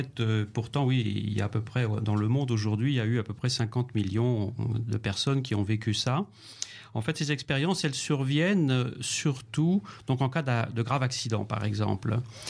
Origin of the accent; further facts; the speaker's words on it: France; Oui, je viens de France, mais je suis souvent en Belgique